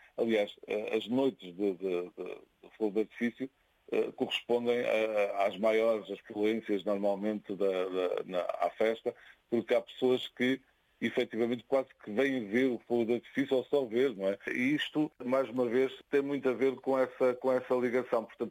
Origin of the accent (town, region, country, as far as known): Murtosa, Aveiro, Portugal; born there